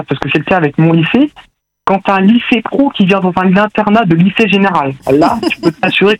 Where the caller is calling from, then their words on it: Aubigny-sur-Nère, Centre-Val de Loire, France; J'habite à Aubigny-sur-Nère dans Cher. Mais là actuellement je suis à l'internat à Gien.